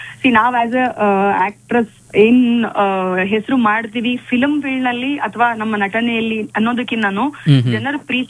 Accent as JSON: {"language": "Kannada", "town": "Bengaluru", "region": "Karnataka", "country": "India", "tie": "born or raised there", "said": "ನಮ್ ಬೆಂಗಳೂರಲ್ಲಿ ನಾನ್ ಹುಟ್ಟಿ ಬೆಳೆದಿದ್ದು ಓದಿದ್ದು ಎಲ್ಲ ಬೆಂಗಳೂರಲ್ಲೇ."}